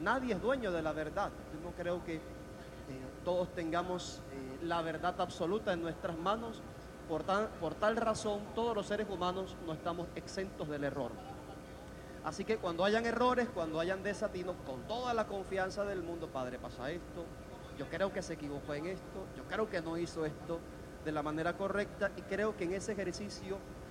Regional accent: Agua Buena, Los Santos, Panama; Soy oriundo de una comunidad vecina de aquí del distrito de Macaracas, soy oriundo de Aguabuena de los Santos

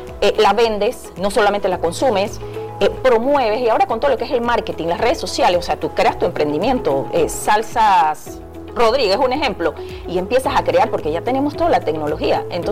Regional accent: Azuero Peninsula, Panama; si nos vamos al interior de donde yo soy, que es Azuero

